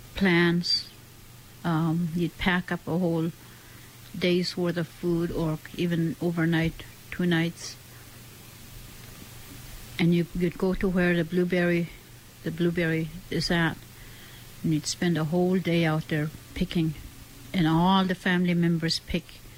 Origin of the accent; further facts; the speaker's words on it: Huslia, Alaska, United States; And in growing up in Huslia, the cranberries is right there on the hill.